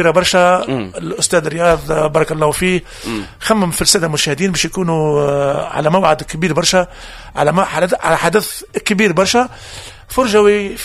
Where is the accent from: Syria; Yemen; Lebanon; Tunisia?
Tunisia